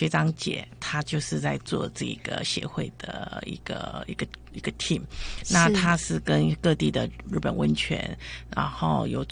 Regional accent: Taiwan; 以前对我们台湾人的看法跟现在是完全不一样

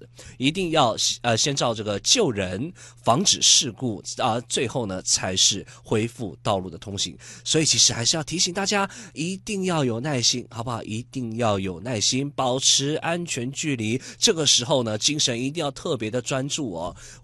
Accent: Kaohsiung, Taiwan; 因为您知道我们高雄人嘛，高雄人过去其实新营服务区并不远

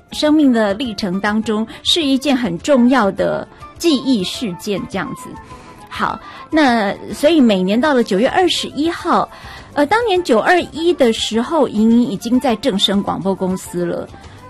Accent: Taiwan; 所以我们台湾人就是也是处变不惊啊

